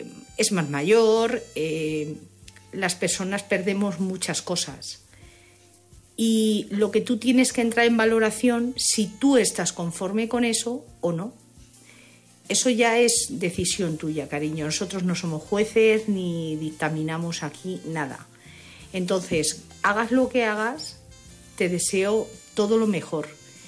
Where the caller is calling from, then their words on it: Madrid, Community of Madrid, Spain; de Madrid.